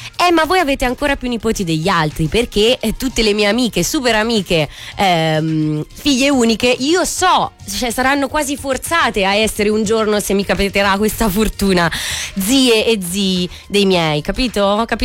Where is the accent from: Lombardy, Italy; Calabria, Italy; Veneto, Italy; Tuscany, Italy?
Tuscany, Italy; moved away; ma domani torno a casa in Toscana